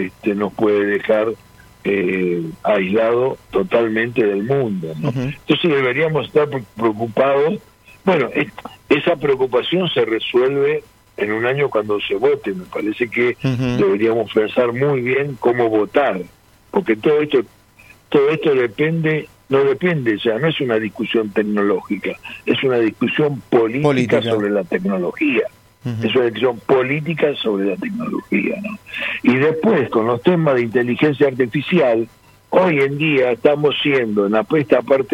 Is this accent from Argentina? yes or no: yes; Argentina; esa necesidad que tenemos como país, como argentinos.